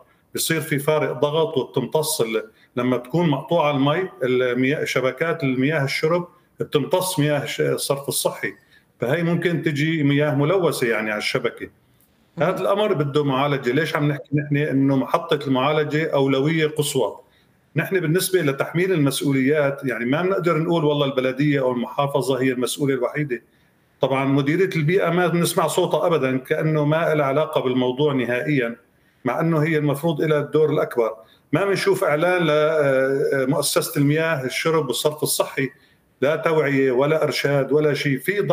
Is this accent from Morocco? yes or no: no; Aleppo, Aleppo Governorate, Syria; عندنا في حلب